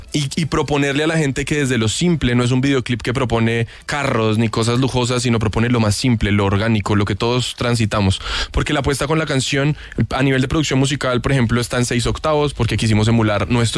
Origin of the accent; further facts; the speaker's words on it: Colombia; y como colombianos, latinos y como habitantes de este mundo tenemos derecho a ser parte de él